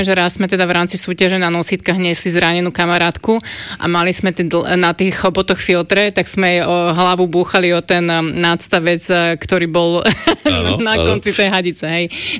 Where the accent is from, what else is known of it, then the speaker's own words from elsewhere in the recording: Moravský Svätý Ján, Trnava Region, Slovakia; moved away; Áno, áno, ja som zo Záhoria, hej.